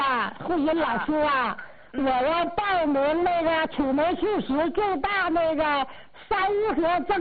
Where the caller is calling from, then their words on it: Changchun, Jilin, China; 我是长春的。